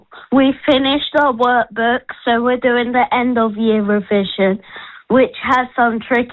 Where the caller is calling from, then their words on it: Aylesbury, South East England, United Kingdom; Aylesbury.